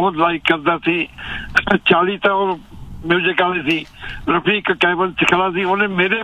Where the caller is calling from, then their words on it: Canada; ਮੈਂ ਕੈਨੇਡਾ ਤੋਂ ਆਇਆ।